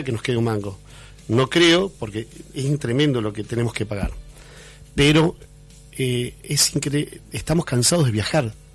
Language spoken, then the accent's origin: Spanish; Bariloche, Río Negro, Argentina; tengo mi escuela de patín en Bariloche, yo soy de Bariloche, nacido y criado